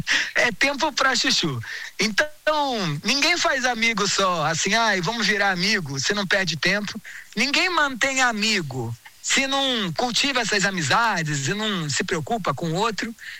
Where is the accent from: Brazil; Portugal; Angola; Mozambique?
Brazil; Rio de Janeiro; E eu venho de uma cidade, né? Eu sou carioca. Eu venho de uma cidade onde os amigos são compartimentados, assim.